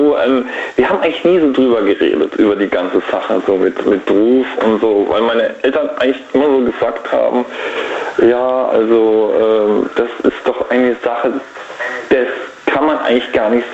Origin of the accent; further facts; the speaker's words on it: Heidelberg, Baden-Württemberg, Germany; Ich komme aus dem Heidelberger Raum.